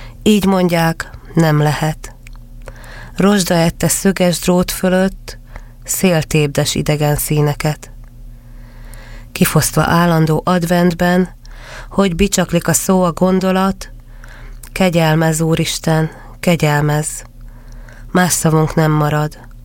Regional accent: Berehove, Zakarpattia Oblast, Ukraine; moved away as an adult; now in Hungary; Most már nyugodt szívvel tudom azt mondani, hogy Beregszász örökké az én drága szülőföldem lesz.

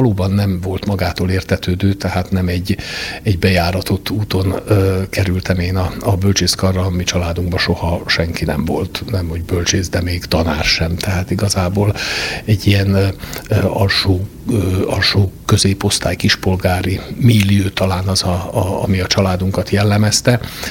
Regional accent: Fejér, Hungary; abban az erdőben, ahol laktunk, mert ez az erdészség, ez azt is jelentette, hogy az erdőben volt egy szolgálati lakás, tehát ilyen értelemben valóban az erdőben töltöttem a gyerekkoromat

